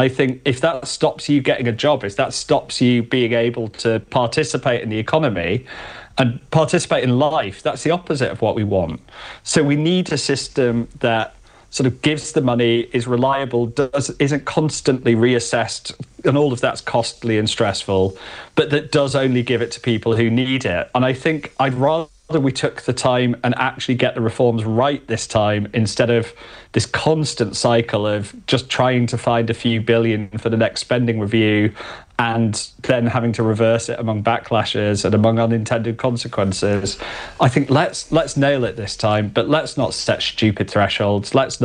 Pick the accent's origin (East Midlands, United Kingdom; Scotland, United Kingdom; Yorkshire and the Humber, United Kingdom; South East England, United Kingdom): Yorkshire and the Humber, United Kingdom; I'm a Yorkshireman